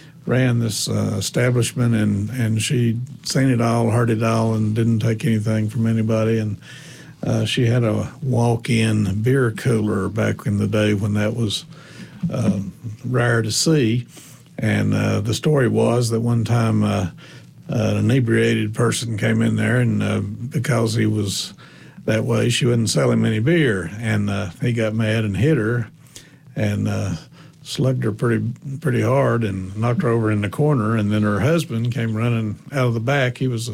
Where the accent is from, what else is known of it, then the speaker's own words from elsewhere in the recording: Wise, Virginia, United States; also born or lived in Clintwood; Wise, Clintwood, I spent my youth there. Mm-hmm. First 2 years of college was at what was then Clinch Valley there in Wise.